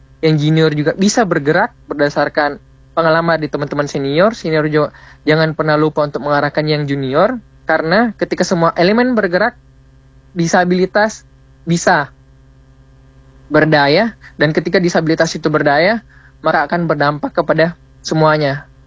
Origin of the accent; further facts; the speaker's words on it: Makassar, South Sulawesi, Indonesia; kita ini orang Makassar